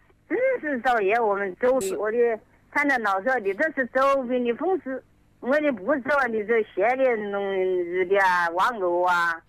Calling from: Hanchuan, Hubei, China; 我是汉城的，汉川韩集。

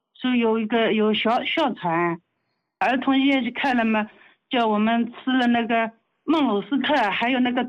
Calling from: Huzhou, Zhejiang, China; 我是南浔的，南浔浑练市的

